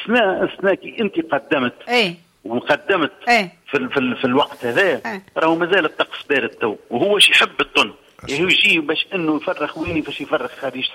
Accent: Tunisia; ماذا بينا كبلادنا كتونس

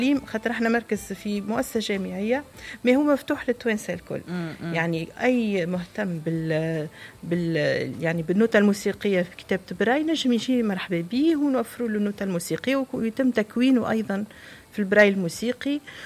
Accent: Tunisia; بلهجتنا التونسية

